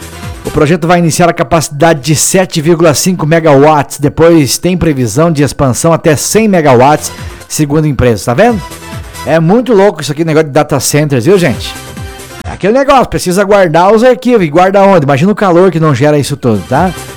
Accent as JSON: {"language": "Portuguese", "region": "Amazon", "country": "Brazil", "said": "nós somos da Amazônia. Imagina se não fosse da Amazônia."}